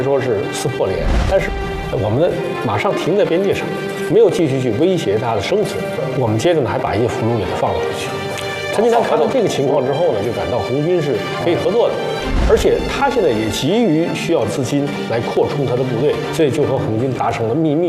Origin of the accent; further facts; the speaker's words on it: China; 你就不能理解我们中国人。因为我们什么都经历过